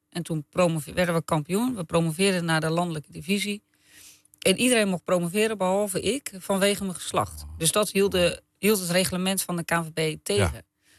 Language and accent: Dutch; Lisse, South Holland, Netherlands; wij komen ook uit Lisse. Dus we zijn ook wel een beetje bescheiden.